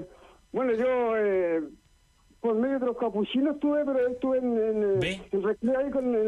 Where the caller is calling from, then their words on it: Cajón, Araucanía, Chile; De acá de Temuco, o sea, de la novena acá, pero de Cajón.